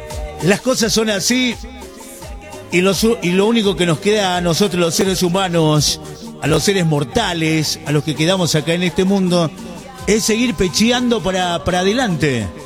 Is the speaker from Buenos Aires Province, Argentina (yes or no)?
no; El Quebrachal, Salta, Argentina; nosotros lo que somos de Quebrachal